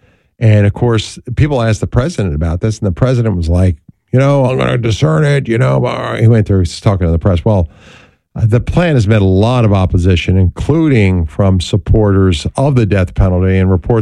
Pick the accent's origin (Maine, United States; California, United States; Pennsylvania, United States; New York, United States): Pennsylvania, United States; Philadelphia; And there in my hometown of Philadelphia